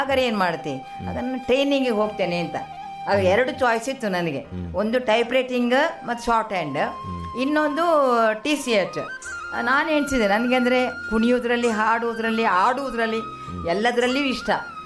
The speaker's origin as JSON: {"language": "Kannada", "town": "Mangalore", "region": "Karnataka", "country": "India", "tie": "born or raised there", "also_born_or_lived": "Surathkal", "moved": "as an adult", "lives_now": "Mangalore, India", "said": "ನಾವು ಪಣಂಬೂರಿಂದ ವಿದ್ಯಾದಾಯನಿಗೆ ನಡ್ಕೊಂಡು ಹೋಗಿ ಬಂದು ಕಲ್ತವರು."}